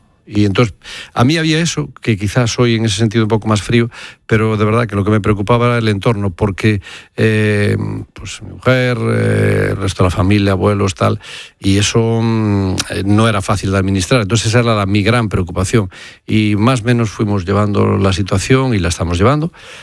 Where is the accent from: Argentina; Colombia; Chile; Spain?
Spain; Galicia; yo soy muy apegado a la tierra, soy de Galicia y por lo tanto me gusta mi tierra.